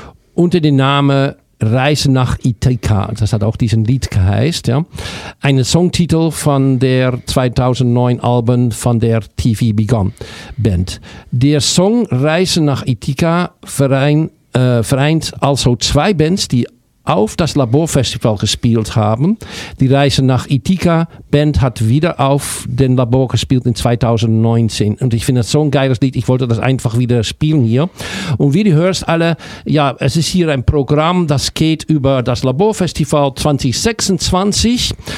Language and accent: German; Amsterdam, North Holland, Netherlands; German is a second language; moved away; Ich bin aus Amsterdam